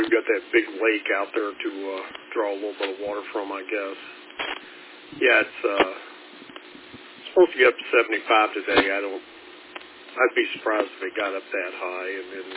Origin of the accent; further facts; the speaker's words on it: West Virginia, United States; now in Western New York, United States; I'm originally from West Virginia, so I don't have any words of wisdom from up here to pass on anyway. I was born, raised down there, and have a lot of those old sayings that I grew up with and that were hammered into me.